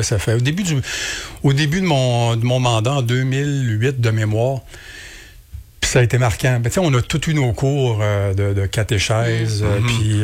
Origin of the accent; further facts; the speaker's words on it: Montreal, Quebec, Canada; now in Granby, Canada; Moi, je suis né à Montréal. Fait que j'ai été élevé à Verdun là, pendant les 20 premières années de ma vie. Puis je suis arrivé à Granby. J'ai fait un petit séjour à Mercier-Châteauguay.